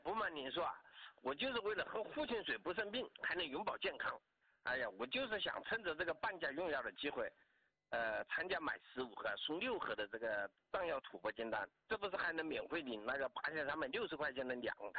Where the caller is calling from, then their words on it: Jingzhou, Hubei, China; 我是湖北荆州的。